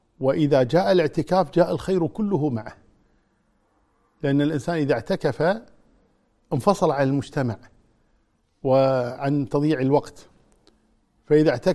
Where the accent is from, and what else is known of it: Kuwait